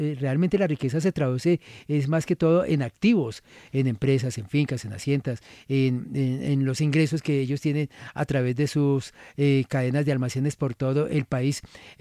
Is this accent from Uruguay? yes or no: no; Colombia; nosotros como colombianos